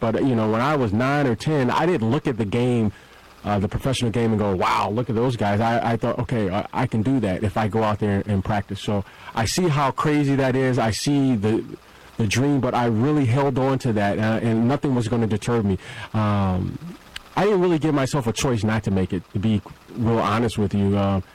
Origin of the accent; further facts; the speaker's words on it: Detroit, Michigan, United States; I was growing up in Detroit.